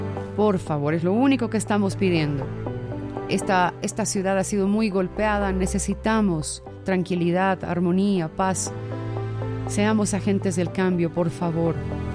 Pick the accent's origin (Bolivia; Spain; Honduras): Bolivia; todos somos hermanos bolivianos